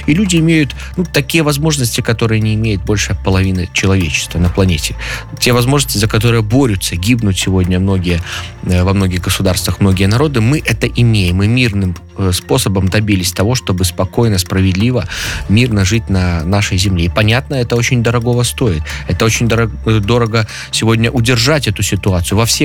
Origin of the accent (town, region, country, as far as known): Belarus